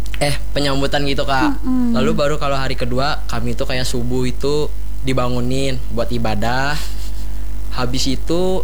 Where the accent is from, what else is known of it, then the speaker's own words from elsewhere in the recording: Palangkaraya, Central Kalimantan, Indonesia; born there; lahir di Palangkaraya. Dan juga saya lahir pada tanggal 6 Juni tahun 2010 ya.